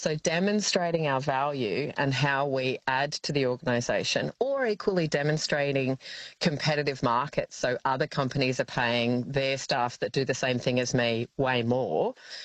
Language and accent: English; Australia